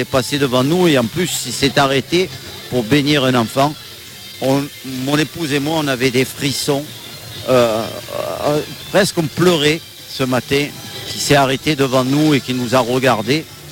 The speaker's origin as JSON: {"language": "French", "region": "Provence-Alpes-Côte d'Azur", "country": "France", "said": "avec mon épouse, on vient de la région de Marseille et on est venu voir le pape."}